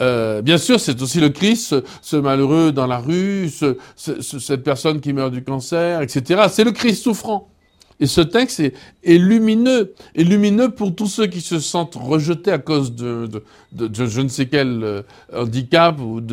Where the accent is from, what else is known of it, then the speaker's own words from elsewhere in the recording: French Antilles, France; comme on dit chez nous aux Antilles